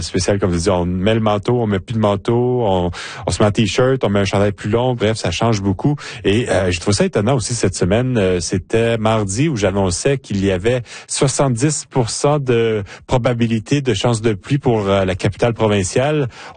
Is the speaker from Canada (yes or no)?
yes; Canada; Alors, moi, c'est ça. Je suis un vrai Canadien.